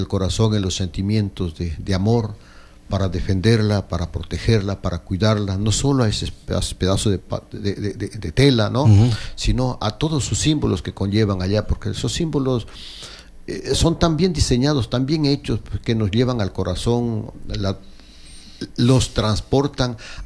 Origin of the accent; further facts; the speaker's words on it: Amazon, Ecuador; born there; Como ecuatoriano, como un hijo de... del Ecuador, nacido en la geografía patria amazónica, representa mi identidad, el lugar exacto donde nací